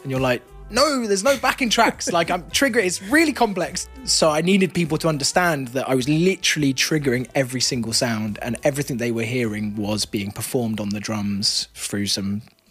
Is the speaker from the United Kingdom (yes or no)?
yes; South East England, United Kingdom; moved away as an adult; now in London, United Kingdom; I grew up in the New Forest. It's not a jazz scene in the New Forest. So I never had a jazz lesson. Yeah, I moved to London when I was 19.